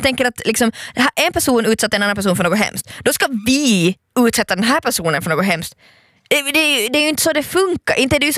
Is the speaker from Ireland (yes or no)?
no; Finland; vi som finländare som har vuxit upp med den här modellen